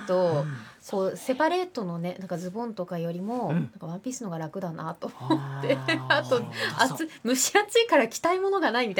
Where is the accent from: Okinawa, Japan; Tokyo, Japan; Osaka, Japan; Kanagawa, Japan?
Tokyo, Japan; Edogawa; 江戸川区です。